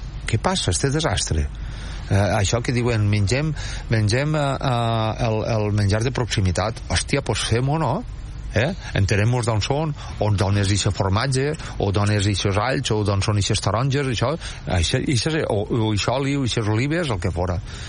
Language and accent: Catalan; Valencian Community, Spain